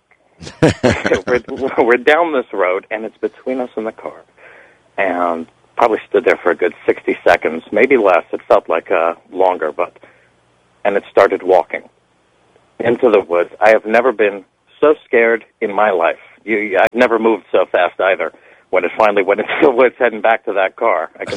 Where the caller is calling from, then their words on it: New York City, New York, United States; from Brooklyn, New York.